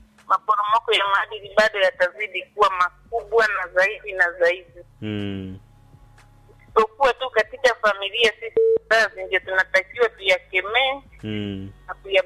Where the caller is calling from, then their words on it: Musoma, Mara, Tanzania; Natoka Buemba ya Musoma.